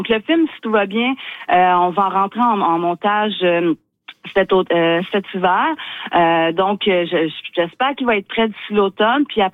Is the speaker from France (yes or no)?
no; Magdalen Islands, Quebec, Canada; now in Sherbrooke, Canada; mon père, en fait, on vient des Amazones